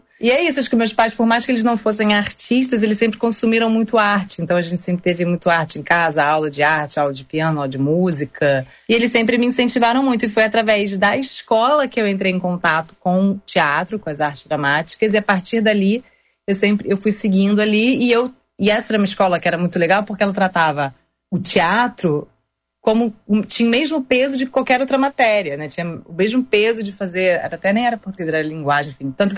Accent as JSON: {"language": "Portuguese", "region": "Rio de Janeiro", "country": "Brazil", "tie": "born there", "said": "Pô, nasci no Rio, de uma família, né? Minha mãe é do Rio também."}